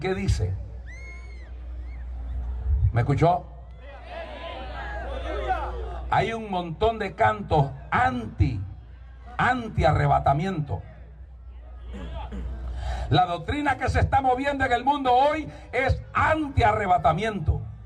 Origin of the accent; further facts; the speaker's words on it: El Salvador; also born or lived in Namasigüe, Choluteca, Honduras; Yo nací en Namasivo, Choluteca. Todos mis 22 hermanos más son nacidos acá. Pero yo me crecí con mi abuela en El Salvador.